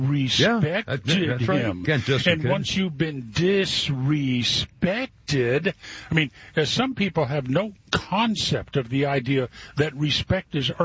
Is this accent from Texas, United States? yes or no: yes; Texas, United States; And I'm not really sure where Frisco is, and I'm a Texan.